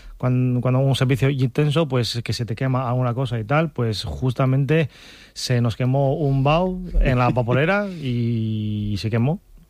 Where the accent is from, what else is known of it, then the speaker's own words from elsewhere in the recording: China; porque yo soy de China, con las técnicas y con los productos de Castilla y León